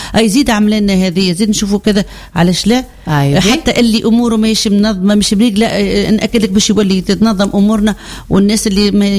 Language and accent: Arabic; Sfax, Sfax Governorate, Tunisia